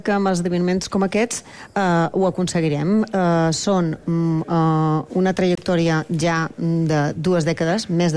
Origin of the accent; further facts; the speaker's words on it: Balearic Islands, Spain; Som de Balears, perquè tots els de Balears són prescriptors en aquest esdeveniment.